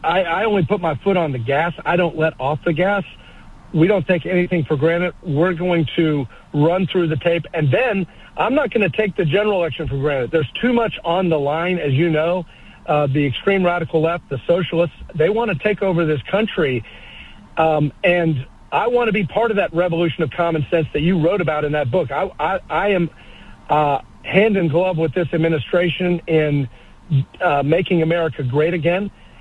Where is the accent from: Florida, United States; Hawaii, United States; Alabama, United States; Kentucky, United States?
Kentucky, United States; Lexington; my hometown of Lexington